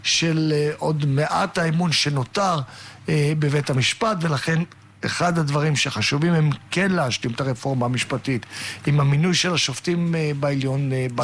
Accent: Holon, Tel Aviv District, Israel; במקום שאני גדלתי, בו אני גדלתי בחולון, בשכונת תל גיבורים

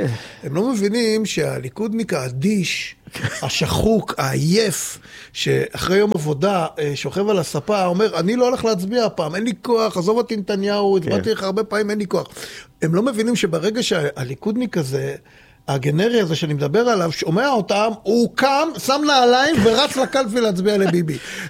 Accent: Tel Aviv, Tel Aviv District, Israel; אני גדלתי בדרום תל אביב, והיום אני גם גר בדרום תל אביב

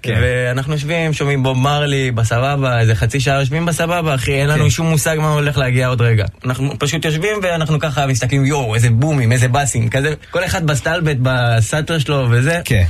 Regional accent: Petah Tikva, Central District, Israel; אני מפתח תקווה

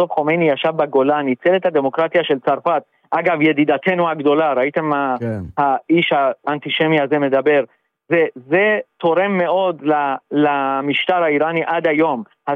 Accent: Tehran, Tehran Province, Iran; אבל אני אפילו כילד במרכז טהרן לא יכולתי להשות לעצמי, גם אז, בשנות ה-80, את מה שבצפון טהרן ידעו להשות לעצמם

